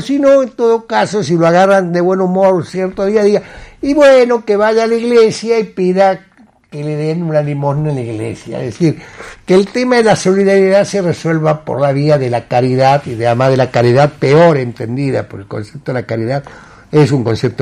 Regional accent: Sunchales, Santa Fe, Argentina; Yo nací en Sunchales

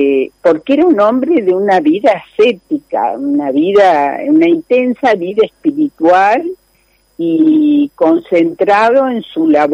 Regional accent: Santa Fe, Argentina; Vos sabés que los únicos que escribimos santafesino con C somos nosotros.

